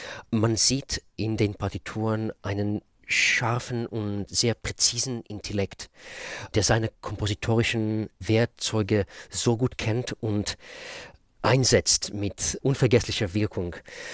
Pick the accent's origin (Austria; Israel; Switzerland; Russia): Israel; German is a second language; moved away as an adult; Und Hebräisch, ja, ich bin in Israel aufgewachsen. 25 Jahre habe ich da gelebt. Fast alle meine Freunde sind immer noch in Israel.